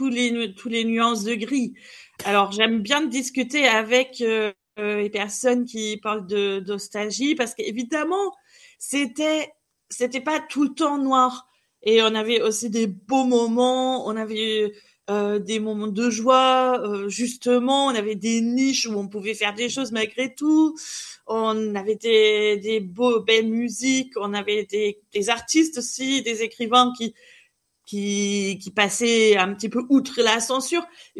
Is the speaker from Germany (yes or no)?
yes; East Germany, Germany; French is a second language; now in Angers, France; je suis originaire d'Allemagne de l'Est, où j'ai passé toute mon enfance. Et ça, c'est important que je l'ai passé dans un presbytère protestant avec un père théologien